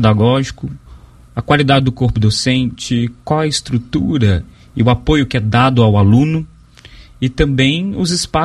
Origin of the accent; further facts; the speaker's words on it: Minas Gerais, Brazil; now in Pato Branco, Brazil; para alguém que é de fora, eu sou do Sudeste, eu sou de Minas Gerais